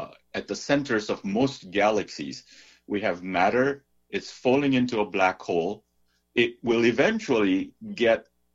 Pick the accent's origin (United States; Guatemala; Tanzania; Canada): Tanzania; born there; I was born in Tanzania